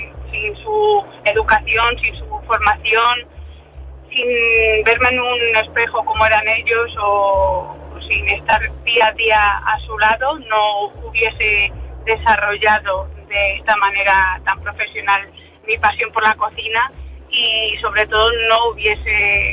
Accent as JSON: {"language": "Spanish", "town": "Ledesma", "region": "Castile and León", "country": "Spain", "tie": "born or raised there", "said": "Algo en mi entorno y aparte de Salamanca, por supuesto, hacerlo en mi pueblo, hacerlo en Ledesma."}